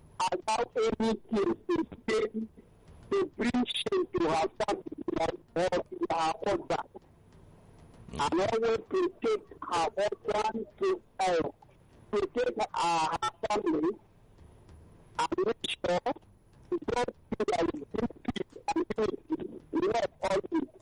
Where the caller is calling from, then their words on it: Abuja, Federal Capital Territory, Nigeria; I'm calling from Abuja.